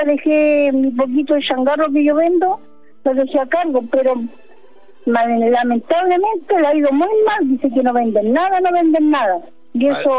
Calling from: Santiago, Santiago Metropolitan Region, Chile; Yo no estoy en Santiago, yo soy de Santiago.

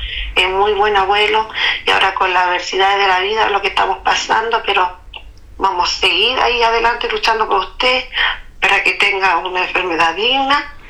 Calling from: Castro, Los Lagos, Chile; Estoy llamando de Chiloé, Castro.

